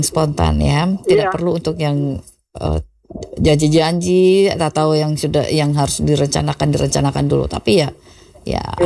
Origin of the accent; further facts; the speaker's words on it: Kupang, East Nusa Tenggara, Indonesia; Kita kan orang Kupang tidak kuat untuk dingin